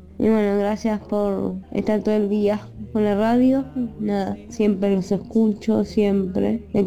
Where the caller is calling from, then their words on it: Buenos Aires, Argentina; de Mataderos